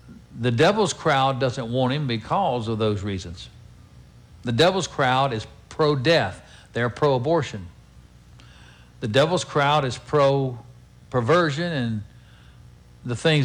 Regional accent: United States

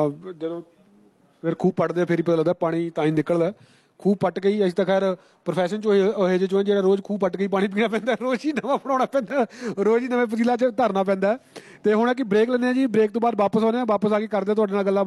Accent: Punjab, India; ਜਦੋਂ ਮੈਂ ਛੋਟਾ ਹੁੰਦਾ ਸੀ ਨਾ ਅਤੇ ਸਾਡੇ ਇਲਾਕੇ 'ਚ ਇੱਕ ਸ਼ਹਿਰ ਪੈਂਦਾ ਛੋਟਾ ਜਿਹਾ ਖੰਨਾ ਟਾਊਨ ਹੈ ਜਿਹੜੇ ਮੇਰੇ ਇਲਾਕੇ ਦੇ ਨੇ ਉਹਨਾਂ ਨੂੰ ਪਤਾ ਹੋਊਗਾ

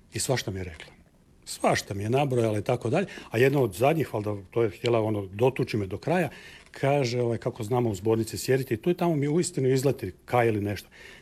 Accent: Našice, Osijek-Baranja County, Croatia; born there; moved away as an adult; now in Zagreb, Croatia; cijelu osnovnu završim u Slavoniji u Našicama, cijelu srednju završim u Našicama i kao svi, ili kao većina mladih, dolazim na studij u Zagreb.

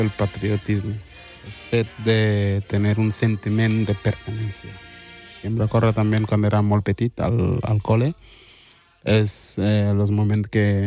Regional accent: Dakar, Senegal; now in Spain; Tenim projectes de cooperació a Yembol, que és d'on soc, de los barrios de Dakar.

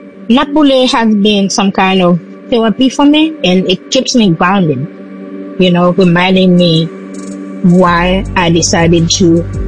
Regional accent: Jacmel, Sud-Est, Haiti; And the road leading to Jacmel, my hometown, was closed through Martissa

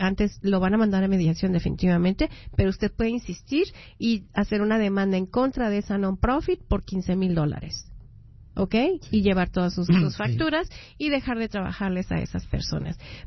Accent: Mexico City, Mexico; moved away; Yo soy de la Ciudad de México y como vengo de Chilanga

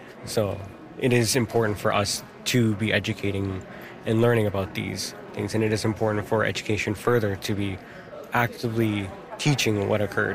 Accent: Thunder Bay, Ontario, Canada; I'm from Thunder Bay, representing Red Sky Métis Independent Nation, and I am a student and youth member of Red Sky.

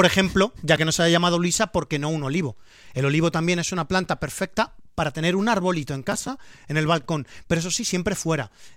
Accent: Valencian Community, Spain

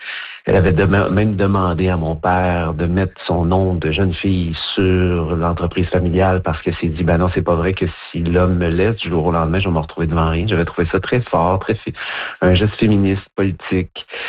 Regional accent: Saint-Polycarpe, Quebec, Canada; Saint-Polycarpe. C'est sûr que ça va être dans mon village natal.

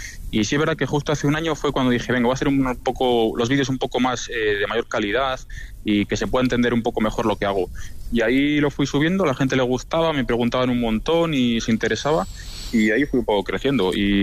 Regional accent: Villalcázar de Sirga, Castile and León, Spain; yo vengo, tengo 27 años y vengo de un pueblo muy pequeñito de Tierra de Campos, de Palencia. Uh-huh. Se llama Villalcázar de Sirga.

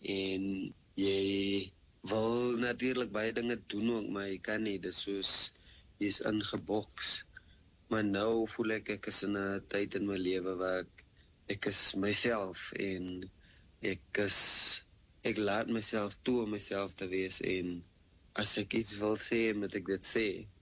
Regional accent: Gqeberha, Eastern Cape, South Africa; Ek is van Gqeberha in die Ooskaap, dit is waar ek groot geword het. Dit was natuurlik Port Elizabeth

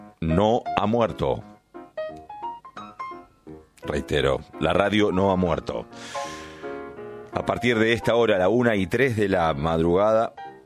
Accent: Argentina

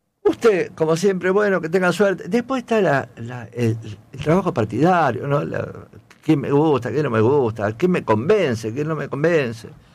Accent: Rosario, Santa Fe, Argentina; los municipales, que también somos rosarinos.

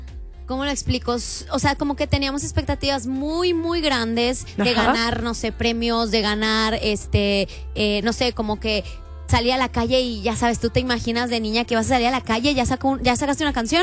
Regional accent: Guadalajara, Jalisco, Mexico; Entonces, literalmente, yo soy de Guadalajara. Entonces, me fui como a estudiar, me fui a viajar

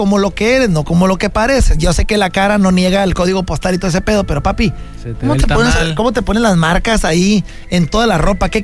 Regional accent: Mexico

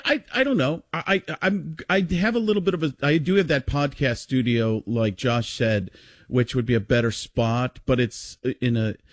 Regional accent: Waukesha, Wisconsin, United States; where I grew up in Waukesha

